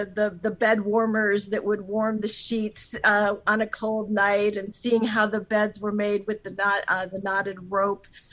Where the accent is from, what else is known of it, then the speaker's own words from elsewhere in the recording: Ohio, United States; I grew up in Northeast Ohio